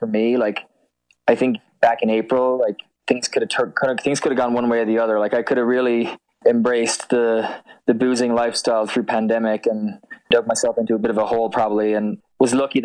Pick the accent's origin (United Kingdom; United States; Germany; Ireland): Ireland; moved away; as someone growing up in Ireland who had no exposure